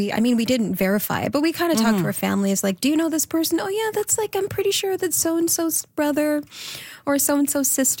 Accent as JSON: {"language": "English", "town": "Red Deer", "region": "Alberta", "country": "Canada", "tie": "born or raised there", "said": "But Red Deer is my hometown."}